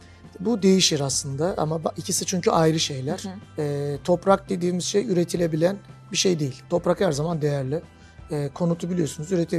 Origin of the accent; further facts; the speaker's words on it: Istanbul, Turkey; born there; also born or lived in Bursa; now in Izmir, Turkey; Ben 20.01.1980 İstanbul doğumluyum. Hı hı. Uzun yıllar Bursa'da yaşadım. İstanbul'da da 97'den 2004'e kadar Tahtakale dediğimiz bölgede ticaretle uğraştım.